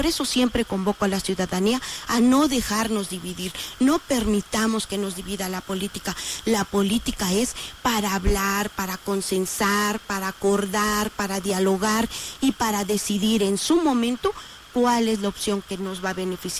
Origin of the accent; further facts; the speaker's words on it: Oaxaca, Mexico; esa gran fraternidad que somos los oaxaqueños y las oaxaqueñas